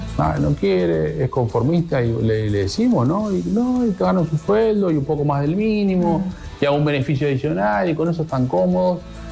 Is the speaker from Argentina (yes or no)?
no; Uruguay; also born or lived in Paraguay; Arranqué como uruguayo paraguayo que soy